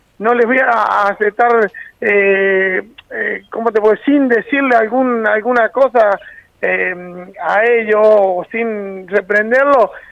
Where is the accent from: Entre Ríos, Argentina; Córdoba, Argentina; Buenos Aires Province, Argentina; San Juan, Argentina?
Entre Ríos, Argentina; La Paz; moved away; yo soy de La Paz, Entre Ríos